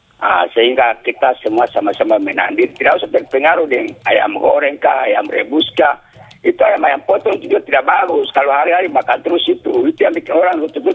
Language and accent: Indonesian; Papua, Indonesia; Pintar, kita itu pintar. Kita orang Papua ini pintar.